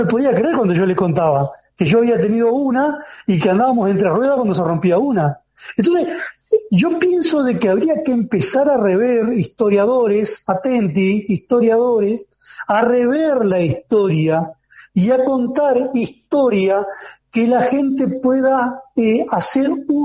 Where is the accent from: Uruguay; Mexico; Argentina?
Uruguay; moved away as an adult; now in Paraguay; yo hace años que no vivo en Uruguay, pero ya cuando yo me vine